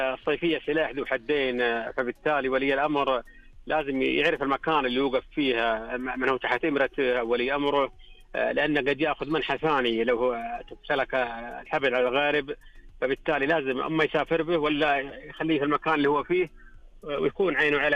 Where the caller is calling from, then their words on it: Taif, Makkah Province, Saudi Arabia; طبعا انا من الطائف طال عمرك.